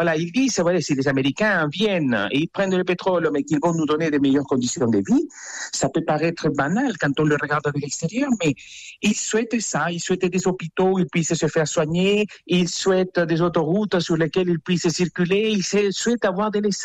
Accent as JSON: {"language": "French", "country": "Venezuela", "moved": "yes", "said": "J'ai quitté le Venezuela il y a plus de 20 ans. Et j'ai une sœur qui habite au Chili, j'ai des nièces qui sont aux États-Unis, en République dominicaine."}